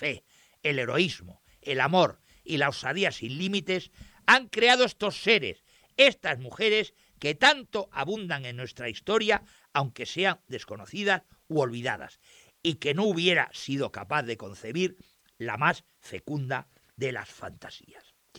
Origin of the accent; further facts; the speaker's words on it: Santander, Cantabria, Spain; Yo, que soy de Cantabria, soy de Santander, el Portus Victoria de los romanos